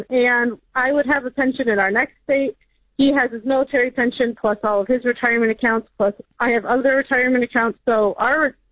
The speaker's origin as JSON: {"language": "English", "region": "Missouri", "country": "United States", "said": "I'm from Missouri."}